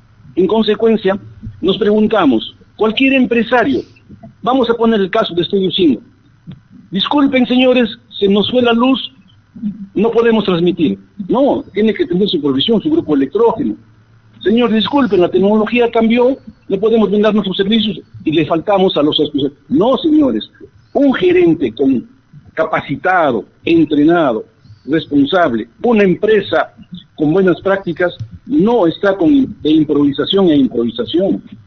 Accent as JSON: {"language": "Spanish", "region": "Huánuco", "country": "Peru", "tie": "born or raised there", "said": "Yo estoy transitoriamente a Huánuco, pero Huánuco es mi tierra. Aquí he crecido, aquí he desarrollado."}